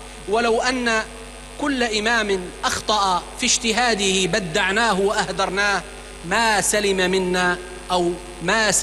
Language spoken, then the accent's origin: Arabic; Syria; ونحن نبني بلدنا سوريا الجديدة